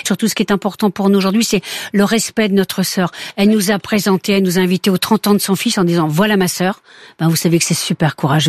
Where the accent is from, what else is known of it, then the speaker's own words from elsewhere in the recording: Pays de la Loire, France; moi, je suis originaire d'Anjou.